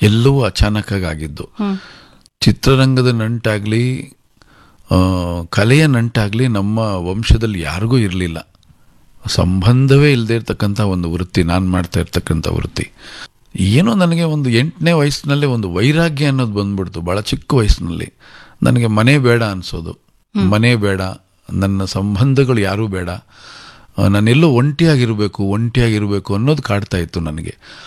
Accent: Bhadravati, Karnataka, India; ನನ್ನ ಊರು ಭದ್ರಾವತಿ, ತುಂಬ ಬಡತನದ ಕುಟುಂಬದಲ್ಲಿ ಹುಟ್ಟಿದವನು ನಾನು, ಬಹಳ ಸಾಧಾರಣವಾದಂಥ ಒಂದು ಕುಟುಂಬ.

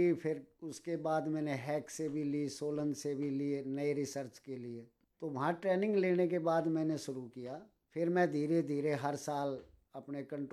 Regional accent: Delhi, India; हाँ जी, मैं दिल्ली का रहने वाला हूँ

